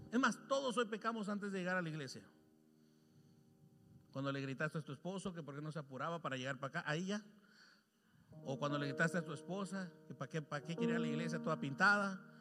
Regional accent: Mazatlán, Sinaloa, Mexico; Es que vengo de Mazatlán, hermano. Así son los sinaloenses.

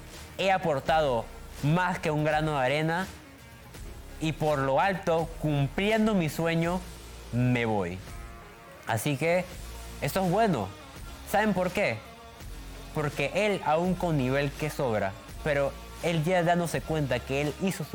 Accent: Panama

